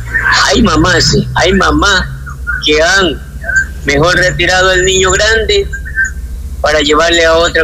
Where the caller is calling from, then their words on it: Santa Elena, Ecuador; Yo soy de Bambil Desecho.